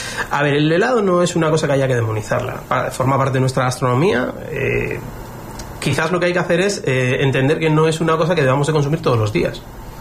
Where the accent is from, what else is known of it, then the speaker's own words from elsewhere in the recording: Basque Country, Spain; now in Lanzarote, Spain; No, yo soy vasco